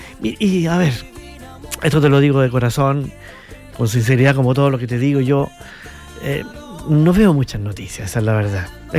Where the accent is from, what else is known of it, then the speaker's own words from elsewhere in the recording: Chillán, Ñuble, Chile; Bueno, Chillán es mi tierra en realidad. Aquí estudié, aquí crecí, aquí he emprendido, aquí he hecho familia, en fin. Todo lo he hecho aquí en Chillán, aunque he vivido, hoy les quiero compartir que he vivido en varias ciudades.